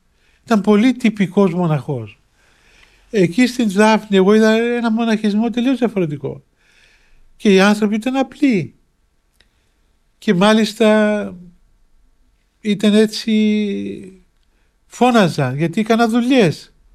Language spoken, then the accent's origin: Greek; Cyprus; moved away as an adult; γιατί θεωρούμαι αλλοδαπός ως Κύπριος